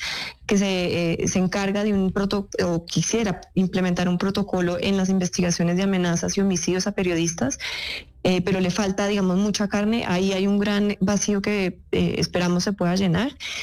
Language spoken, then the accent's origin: Spanish; Colombia; que es importante que la sociedad sepa que implica para nosotros como colombianos.